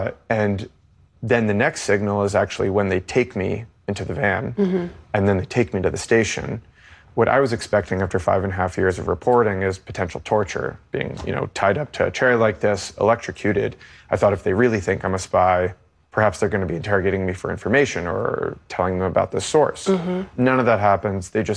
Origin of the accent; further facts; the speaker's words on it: United States; And I'm an American journalist.